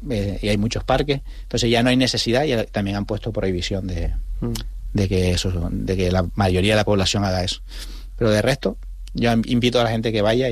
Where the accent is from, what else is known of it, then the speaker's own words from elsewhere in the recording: Canary Islands, Spain; moved away; como canario me gustaba